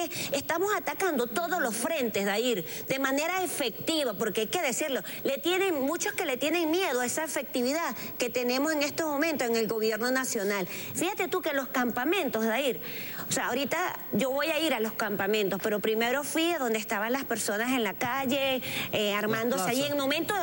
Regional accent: Venezuela; Yo soy venezolana, así que lo que tengamos que dar, hagámoslo, porque es el momento, sí.

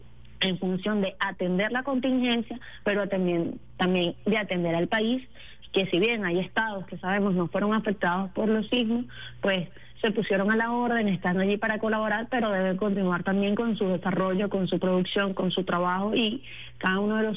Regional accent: Venezuela; asumiéndome como una venezolana más

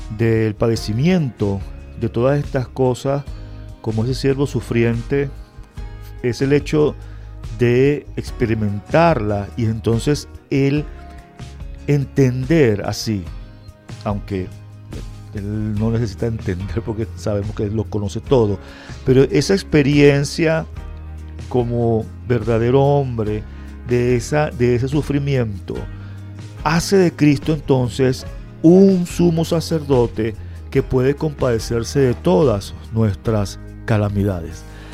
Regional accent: Venezuela

